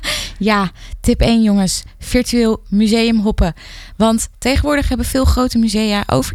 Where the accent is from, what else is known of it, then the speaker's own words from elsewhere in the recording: Amsterdam, North Holland, Netherlands; ik als Amsterdammer